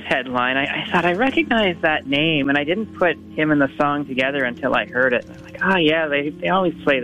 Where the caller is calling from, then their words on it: Sudbury, Ontario, Canada; in Sudbury, Ontario, Canada.